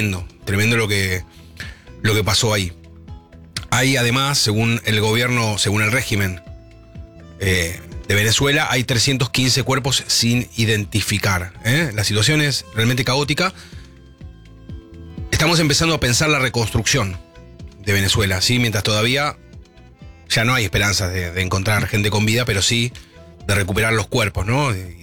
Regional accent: González Catán, Buenos Aires Province, Argentina; A mí me encanta el litoral, me encanta. Soy de Catán.

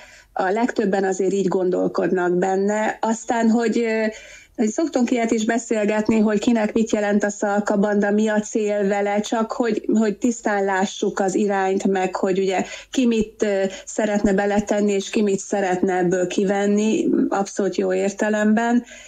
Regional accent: Tiszakécska, Bács-Kiskun, Hungary; én is egy Tiszakécska szülővárosom

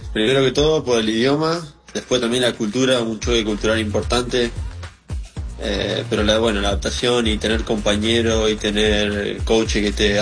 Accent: Argentina; now in New York, United States; En Argentina no hay mucho deporte más que el fútbol. Y además, un pueblito menos yo donde me crié, fueron 1000 habitantes

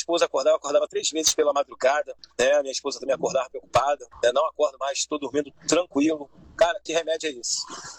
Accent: Mesquita, Rio de Janeiro, Brazil; Eu sou lá de Mesquita.

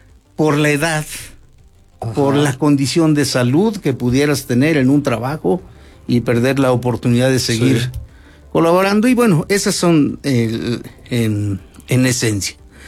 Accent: Mexico; moved away; En los ríos de mi pueblo. Ajá. Hay un río muy grande que es un afluente, el río Amacuzac.

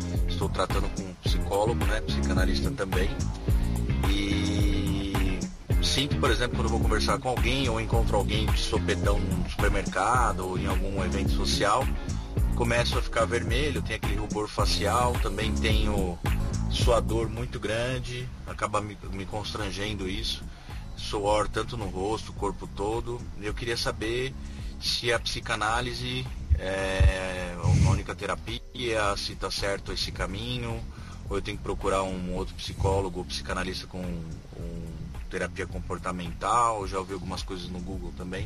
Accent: São Paulo, Brazil; Sou aqui de São Paulo

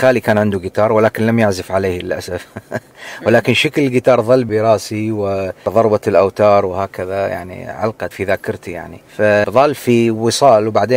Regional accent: Iraq; moved away as an adult; now in Australia; وانا كبرت وترعرعت اوفرسيس يعني في العراق فترة التسعينات.

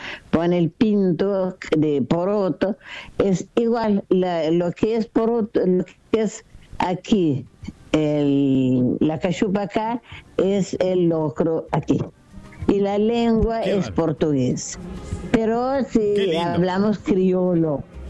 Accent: Praia, Santiago, Cape Verde; now in Argentina; No por ser mi tierra, pero amo esta gente, sí.

